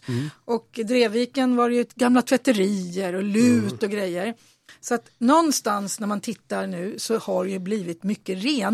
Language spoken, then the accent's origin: Swedish; Tyresö, Stockholm County, Sweden; jag är ändå uppväxt i Bollmora.